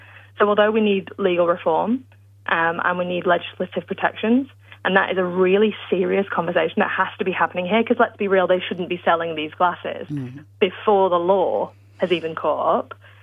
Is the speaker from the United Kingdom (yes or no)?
yes; United Kingdom; accent: British; now in Australia; I'm British, as you can tell by my accent